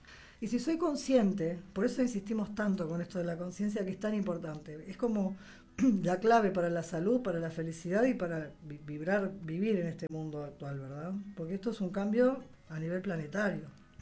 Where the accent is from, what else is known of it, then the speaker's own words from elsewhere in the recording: Uruguay; Somos uruguayos, olvídate, eso va a estar.